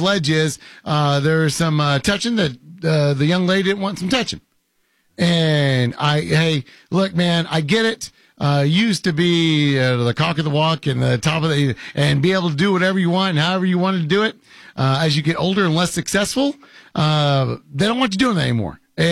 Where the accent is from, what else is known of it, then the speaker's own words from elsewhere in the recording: United States; I am half Mexican, and I can tell you, growing up on the South Side and raising my kids on the South Side for a little bit